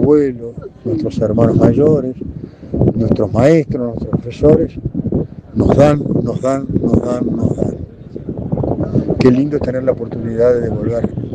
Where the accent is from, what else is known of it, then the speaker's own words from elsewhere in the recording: Montevideo, Uruguay; born there; nací en el Cerro